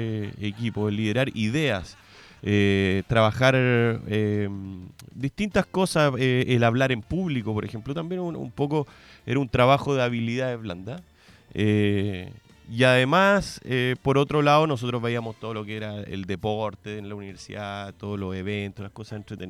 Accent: Linares, Maule, Chile; now in Colina, Chile; yo me crié en Linares, en Hierbas Buenas, no sé, pues yo me sentía más cómodo acá, entonces yo soy corralero de toda la vida

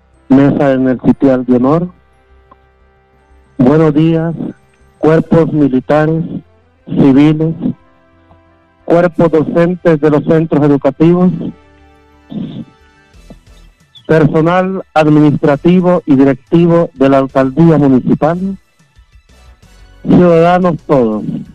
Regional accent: Honduras

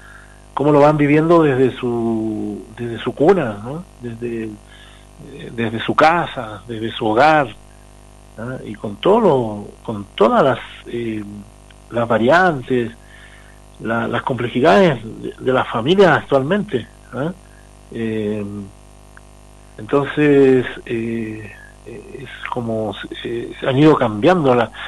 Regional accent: Arica y Parinacota, Chile; en nuestra región de Arica-Parinacota

